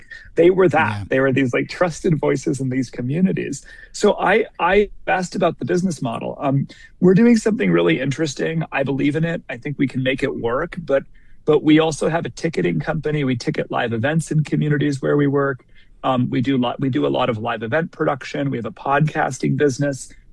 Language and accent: English; Washington, United States; So I'm from Washington State originally. I grew up on in a small farm town in Washington State